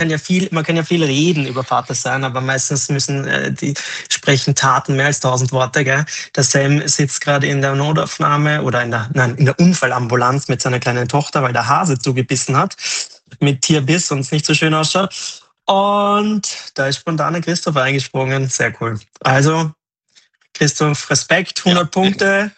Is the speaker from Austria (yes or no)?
yes; Austria; Wir sind beide Österreicher